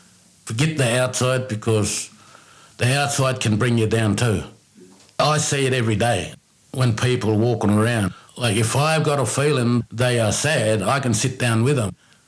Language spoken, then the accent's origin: English; Brewarrina, New South Wales, Australia; I'm from Bree Warrener. My tribe is Murawari.